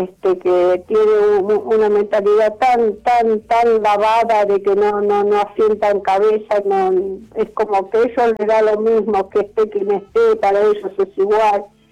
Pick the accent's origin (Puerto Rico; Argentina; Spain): Argentina; Ezeiza, Buenos Aires Province